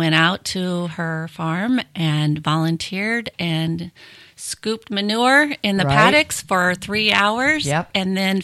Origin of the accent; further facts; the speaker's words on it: Midwest, United States; So, yes, I grew up in the Midwest and around horses, and I love them